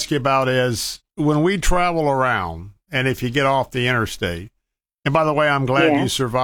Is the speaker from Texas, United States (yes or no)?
no; Tampa, Florida, United States; Believe me, I was born and raised in Tampa. I'm very, very aware of our traffic increases.